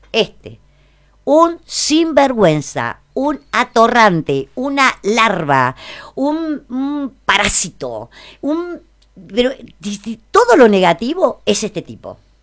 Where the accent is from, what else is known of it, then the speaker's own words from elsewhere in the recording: San Luis, Argentina; Yo soy parte de San Luis.